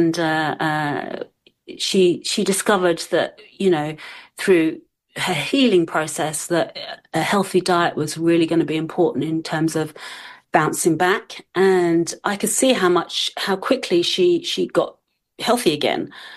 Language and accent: English; London, United Kingdom; accent: English; moved away; I was born in London. I was actually born right in the centre, so St Thomas's Hospital, which is like a stone's throw from Waterloo. And I literally lived 5 minutes from Waterloo.